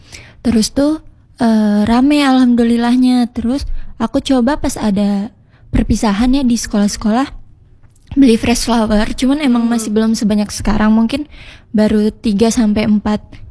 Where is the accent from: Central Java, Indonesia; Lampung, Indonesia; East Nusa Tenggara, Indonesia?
Lampung, Indonesia; Kebetulan kan aku ini asli Lampung, rumahnya di sana.